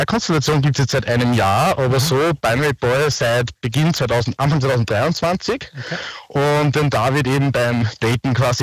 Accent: Upper Austria, Austria; accent: Upper Austrian dialect; now in Vienna, Austria; bei mir hört man es vielleicht ein bisschen am Dialekt. Ich bin ein Oberösterreicher, ich komme aus Christkirchen, wohne aber in Wien. Jetzt gerade rufe ich vom Traunsee an.

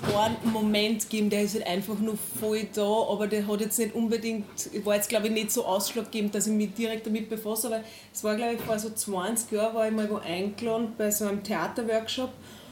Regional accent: Upper Austria, Austria; moved away; Ursprünglich kommen wir tatsächlich alle aus dem Innviertel

